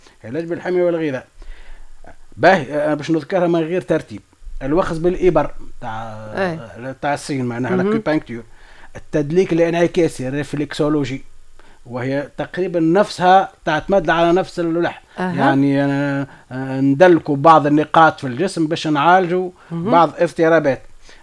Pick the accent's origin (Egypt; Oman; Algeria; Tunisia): Tunisia; العلاج بسم النحل تو موجود عندنا في تونس راه.